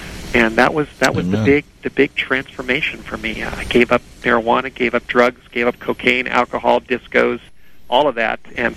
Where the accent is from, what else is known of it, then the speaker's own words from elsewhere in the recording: Los Angeles, California, United States; When I grew up in the Hollywood Hills, we were surrounded by animals.